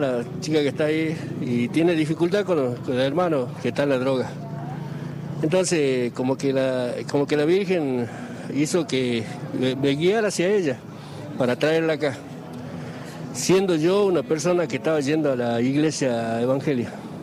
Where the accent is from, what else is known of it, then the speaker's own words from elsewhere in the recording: Santa Clara, Jujuy, Argentina; now in Palpalá, Argentina; Hace rato encontré a una amiga del Pago, pues yo soy de Santa Clara. Pero hace 3 años vivo acá en Carahunco, Palpalá.